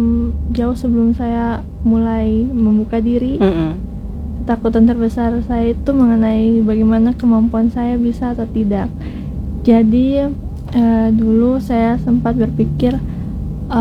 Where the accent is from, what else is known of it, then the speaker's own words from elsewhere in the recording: Bobo, Maluku, Indonesia; kampung halaman saya kayak Bobo